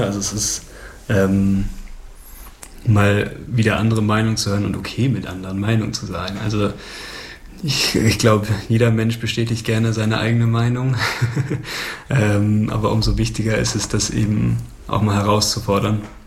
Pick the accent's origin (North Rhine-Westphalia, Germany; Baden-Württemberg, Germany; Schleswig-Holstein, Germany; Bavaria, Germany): Schleswig-Holstein, Germany; Also ich komme aus der Nähe von Flensburg. auch aus dem dörflichen Raum oder ländlicheren Raum.